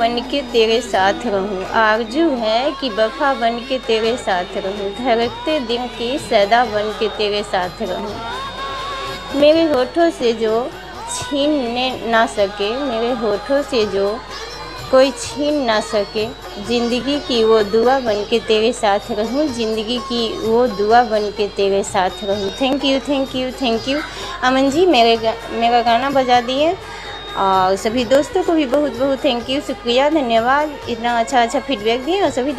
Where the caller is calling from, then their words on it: Sitamarhi, Bihar, India; सीतामढ़ी बिहार से आई